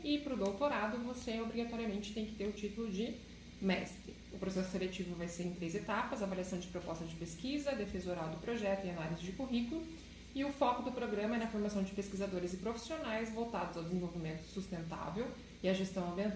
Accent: São Paulo, Brazil; Eu sou de São Paulo

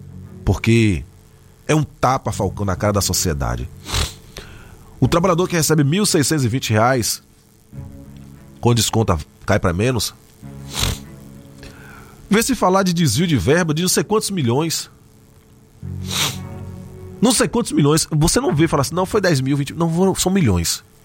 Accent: Brazil; nós somos brasileiros

